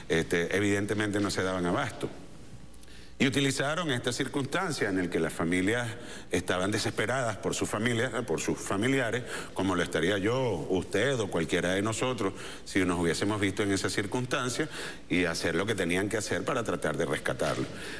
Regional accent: Venezuela

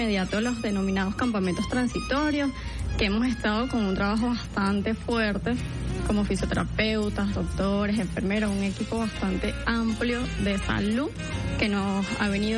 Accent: Venezuela; estar juntos como venezolanos, como familia, como comunidad.

